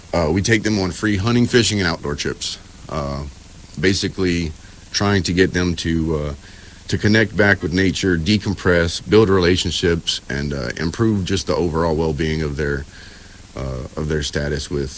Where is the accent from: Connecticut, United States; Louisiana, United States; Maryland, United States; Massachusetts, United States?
Louisiana, United States; Houma; moved away as an adult; now in Texas, United States; I'm originally from South Louisiana, so I'm not a Texas native, but I've spent half my life in Texas through my career.